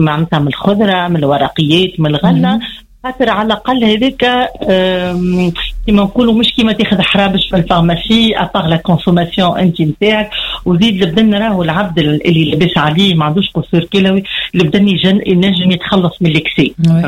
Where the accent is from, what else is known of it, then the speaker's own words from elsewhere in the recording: Tunisia; راهو في تونس ناكلوا اكثر برشا.